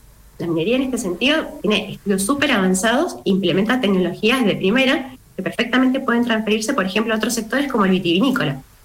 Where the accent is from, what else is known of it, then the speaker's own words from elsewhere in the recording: Mendoza, Argentina; te lo digo yo como mendocina, yo quiero que mi provincia crezca